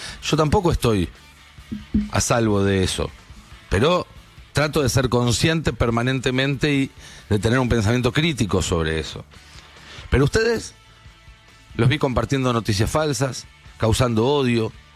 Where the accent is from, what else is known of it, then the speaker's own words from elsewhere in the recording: Argentina; somos los argentinos